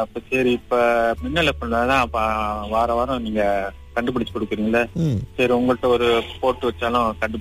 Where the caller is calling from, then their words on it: Ipoh, Perak, Malaysia; நாங்க ஈப்போலதான் இருக்கிறோம்